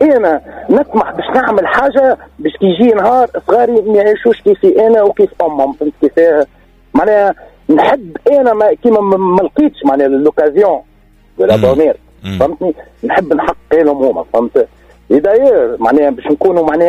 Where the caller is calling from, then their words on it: Tunisia; انا كشاب تونسي